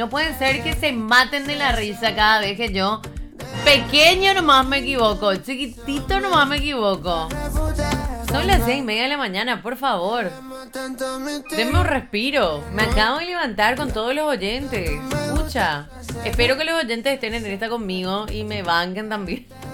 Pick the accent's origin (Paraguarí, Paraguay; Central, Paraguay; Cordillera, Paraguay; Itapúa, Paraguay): Central, Paraguay; Luque; Yo crecí toda la vida en Villa Adela, ¿eh? Así que saludos a nuestros oyentes de Luque